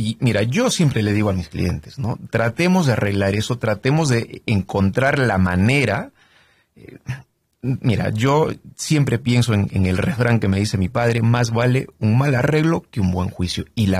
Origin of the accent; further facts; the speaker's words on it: Saskatoon, Saskatchewan, Canada; Yo soy de Saskatoon, Saskatchewan.